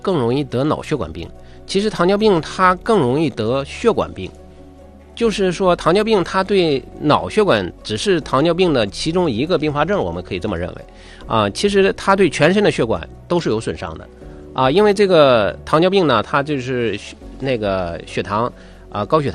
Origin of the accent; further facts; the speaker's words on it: Northeast China, China; 咱们东北这边有一个说法叫立秋之后贴秋膘